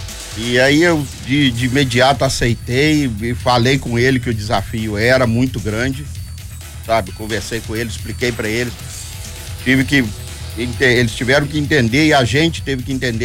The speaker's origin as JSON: {"language": "Portuguese", "town": "Muriaé", "region": "Minas Gerais", "country": "Brazil", "tie": "born or raised there", "said": "eu sou nascido e criado ali no São Pedro, sou de uma geração que viveu muito futebol no São Pedro."}